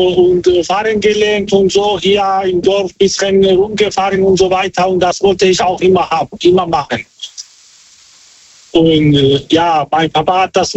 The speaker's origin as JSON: {"language": "German", "country": "Georgia", "second_language": "German", "said": "Ich komme aus Georgien."}